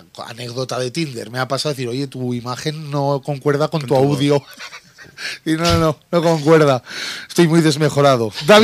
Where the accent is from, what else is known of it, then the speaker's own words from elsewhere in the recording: Spain; No soy menos español por ello.